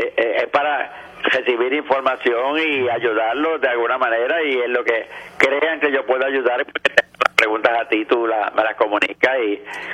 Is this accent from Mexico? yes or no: no; Corozal, Puerto Rico; now in Mayagüez, Puerto Rico; yo soy un jíbaro de Cuchillas de Corozal.